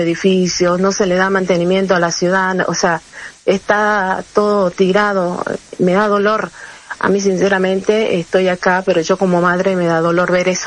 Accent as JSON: {"language": "Spanish", "country": "Venezuela", "moved": "yes", "said": "yo soy venezolana"}